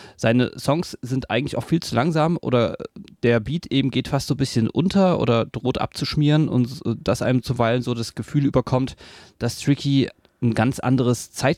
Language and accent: German; Berlin, Germany; Also ich komme aus Berlin